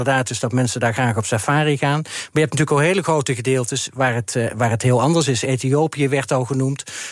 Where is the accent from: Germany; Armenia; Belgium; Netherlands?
Netherlands